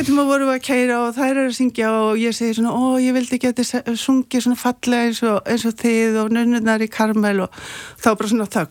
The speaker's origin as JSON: {"language": "Icelandic", "town": "Reykjavík", "region": "Capital Region", "country": "Iceland", "tie": "born or raised there", "said": "ég alinn upp í Reykjavík, en ég kerði með fullan bílanunum upp Laugavegin"}